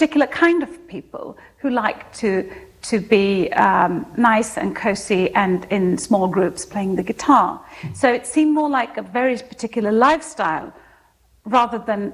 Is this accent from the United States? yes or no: no; Sweden; born or raised there